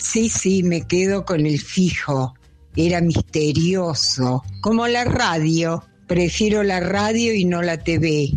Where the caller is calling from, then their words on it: Buenos Aires, Argentina; de Palermo.